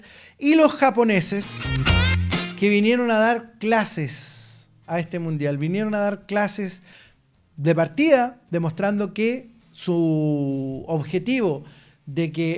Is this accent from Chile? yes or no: yes; Chile